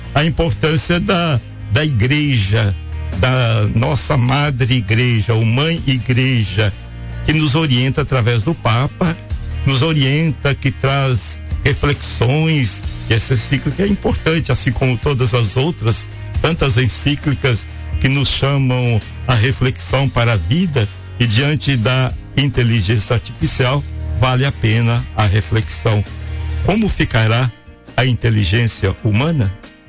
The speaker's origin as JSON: {"language": "Portuguese", "region": "Minas Gerais", "country": "Brazil", "said": "pertinho da minha terra, lá de Santana do Alfié."}